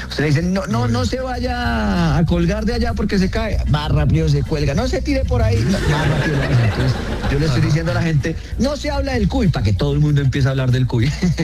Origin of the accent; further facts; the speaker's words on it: Colombia; porque somos chismosos y somos necios los colombianos